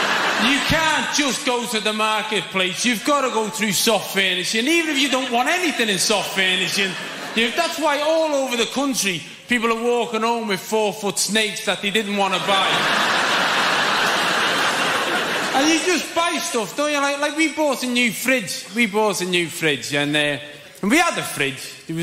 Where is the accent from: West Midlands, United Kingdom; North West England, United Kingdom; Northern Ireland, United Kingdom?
North West England, United Kingdom; Liverpool; I'm from Liverpool.